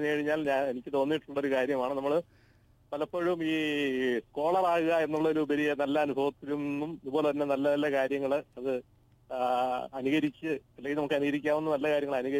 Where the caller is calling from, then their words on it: Thalayolaparambu, Kerala, India; സ്ഥലം തലയോലപ്പറമ്പ്.